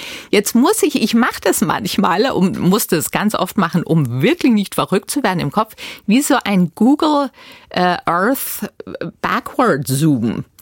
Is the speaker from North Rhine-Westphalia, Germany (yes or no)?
no; Bavaria, Germany; born or raised there